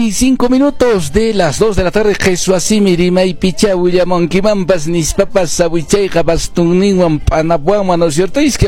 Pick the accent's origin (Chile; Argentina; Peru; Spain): Peru; Huanoquite, Cusco; el distrito de Huanoquite de la provincia de Paruro, mi tierra linda